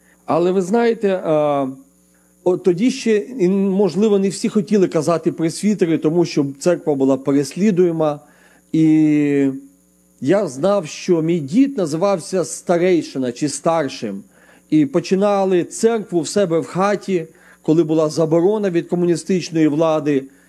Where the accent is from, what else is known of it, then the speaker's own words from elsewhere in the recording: Rivne, Rivne Oblast, Ukraine; now in United States; Родом із Рівенщини, я сам з Рівного, і народився в Рівному.